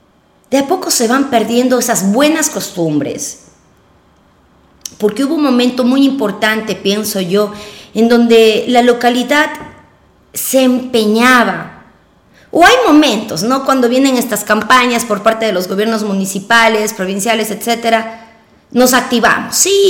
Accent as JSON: {"language": "Spanish", "town": "Sucúa", "region": "Morona Santiago", "country": "Ecuador", "said": "Soy orgullosamente sucuense, amo a mi tierra."}